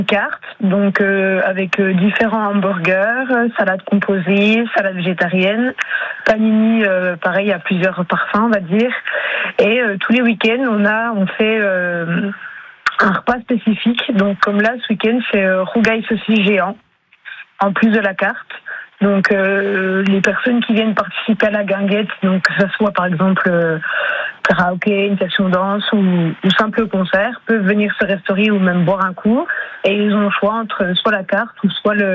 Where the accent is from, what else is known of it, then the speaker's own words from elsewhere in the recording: Pontarlier, Bourgogne-Franche-Comté, France; Tout à fait. En fait, je suis plus du Haut-Doubs, moi, de Pontarlier.